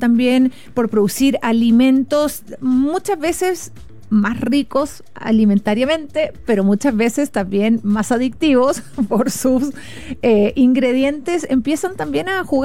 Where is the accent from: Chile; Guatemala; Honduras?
Chile; Nosotros como chilenos ya aprendimos un poco después de la pandemia